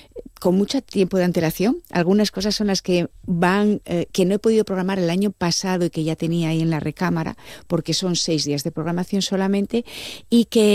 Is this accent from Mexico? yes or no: no; Mieres, Asturias, Spain; que yo soy asturiana y de la zona rural de los valles centrales de Mieres, la huertina de la abuela